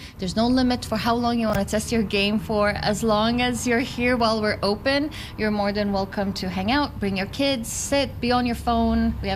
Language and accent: English; Yemen; moved away; I grew up in Yemen. So the first time I picked up a video game, I was 16